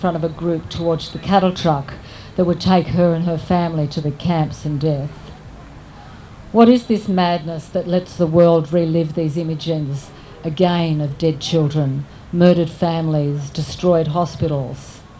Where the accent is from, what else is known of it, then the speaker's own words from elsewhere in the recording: Australia; as an Australian